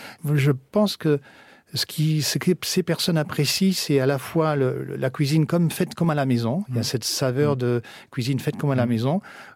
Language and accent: French; Portugal; Moi, je suis portugais et il faut que tu me comprennes.